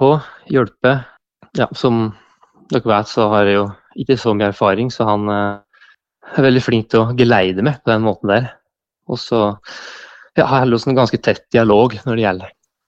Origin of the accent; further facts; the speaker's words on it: Fåvang, Innlandet, Norway; plassen der jeg kommer ifra